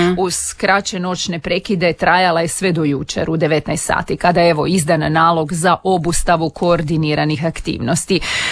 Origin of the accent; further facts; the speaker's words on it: Primorje-Gorski Kotar County, Croatia; kod nas u Primorju